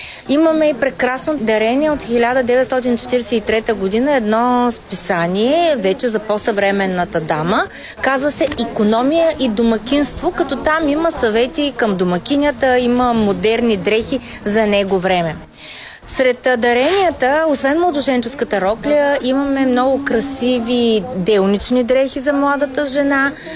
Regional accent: Dobruja, Bulgaria; за нас е важно и като добруджанци, и като българи да пазим християнските традиции

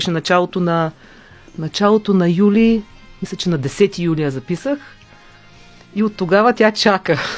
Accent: Shabla, Dobrich Province, Bulgaria; Аз съм родом и от Шабла, така че аз съм морско момиче.

